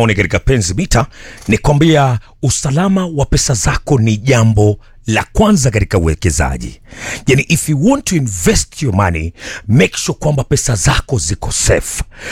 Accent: Kenya; Mimi kama Mkenya

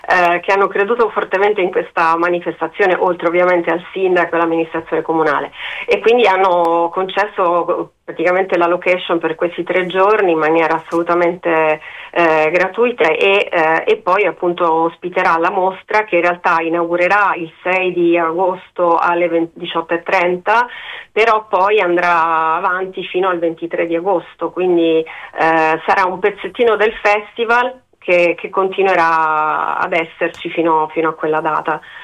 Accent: Carloforte, Sardinia, Italy; sono originaria di Carloforte, amo profondamente quest'isola, ho anche una storia familiare abbastanza importante legata appunto a quest'isoletta

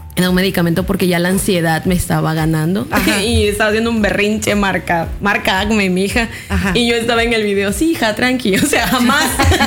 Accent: Tabasco, Mexico; now in Mérida, Mexico; Yo soy tabasqueña. Llevo hace años aquí en Mérida, Yucatán. Yo ya me siento adoptada por la tierra del Mayap.

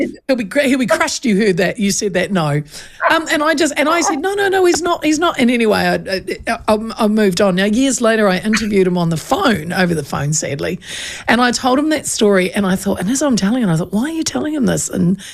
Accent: Hastings, Hawke's Bay, New Zealand; my hometown of Hastings.

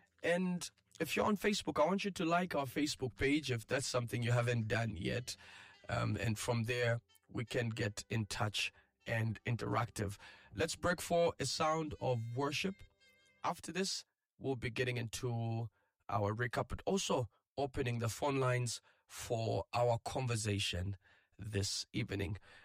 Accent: Zambia; But for us Zambians

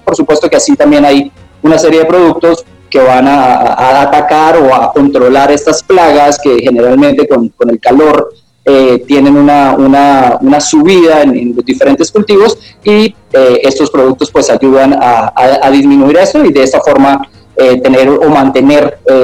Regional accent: Bucaramanga, Santander, Colombia; En Bucaramanga, soy de Bucaramanga.

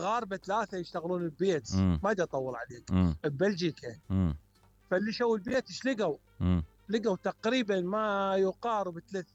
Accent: Iraq

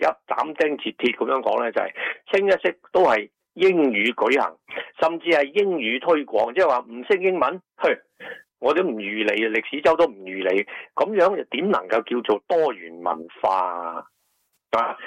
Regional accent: Hong Kong; accent: Hong Kong Cantonese; first language Hong Kong Cantonese; now in Sydney, Australia; 即系作为一个侨居悉尼嘅华人咧，即系我第一语言嘅，自出娘胎即系一路听大，一路学大，一路讲到大嘅咧，就系、是、香港嘅粤语。

